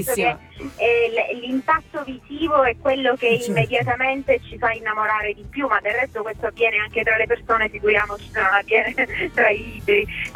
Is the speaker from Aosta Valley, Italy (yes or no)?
no; Sicily, Italy; io sono una siciliana tipica, nel senso che non ho mai avuto il rapporto conflittuale di madre matrigna, e quindi ho sempre amato questa terra in maniera viscerale, quasi a tratti maniacale